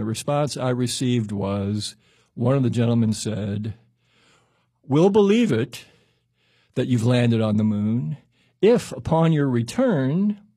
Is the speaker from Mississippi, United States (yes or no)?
yes; Greenville, Mississippi, United States; born there; I was born in Greenville, Mississippi.